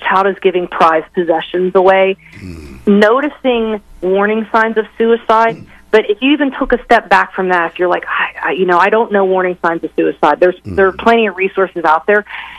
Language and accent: English; Pittsburgh, Pennsylvania, United States; I'm from Pittsburgh